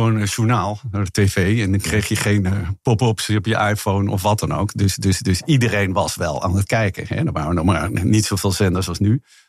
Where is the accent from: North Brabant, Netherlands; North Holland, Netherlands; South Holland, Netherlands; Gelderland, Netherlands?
South Holland, Netherlands; Rotterdam; born there; Ik had kantoor in Rotterdam. Ik ben trouwens zelf geboren in Rotterdam.